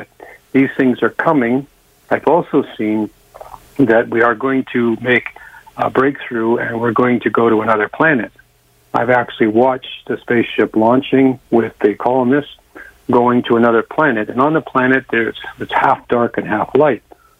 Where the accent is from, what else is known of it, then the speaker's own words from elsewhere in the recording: Canada; I'm a Canadian guy